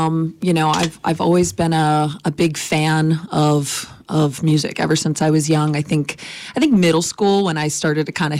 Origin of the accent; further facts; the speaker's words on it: Richmond, Virginia, United States; I grew up in the Richmond area and went to JMU as well